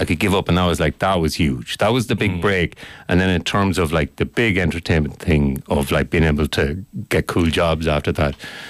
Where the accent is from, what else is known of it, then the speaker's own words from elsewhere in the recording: Ireland; but I was a foreign student or whatever because I'm Irish.